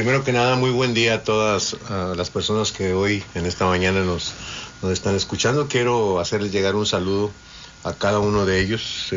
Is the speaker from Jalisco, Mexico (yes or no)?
no; Güémez, Tamaulipas, Mexico; tengo 51 años, no soy de aquí de Ciudad Victoria, soy del municipio de Güemes.